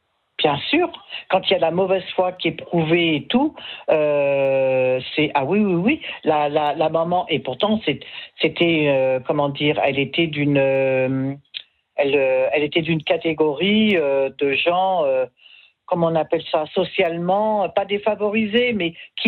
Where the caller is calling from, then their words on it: Saint-Brieuc, Brittany, France; je vais vous dire où je suis à Saint-Brieuc